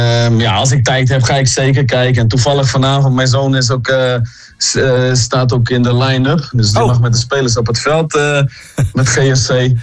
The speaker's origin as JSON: {"language": "Dutch", "region": "Groningen", "country": "Netherlands", "said": "ik ben een Groninger."}